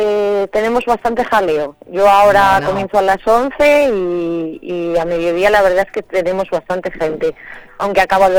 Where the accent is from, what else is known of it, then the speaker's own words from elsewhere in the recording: Castile and León, Spain; en mi pueblo, yo me fui de allí hace muchísimos años a trabajar a la hostelería afuera, a la costa, a muchos sitios.